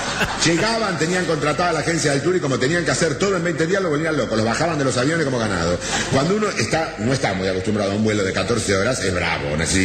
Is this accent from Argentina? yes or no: yes; Argentina; lo vivo que son los tanos para explotar el turismo y lo boludo que somos los argentinos.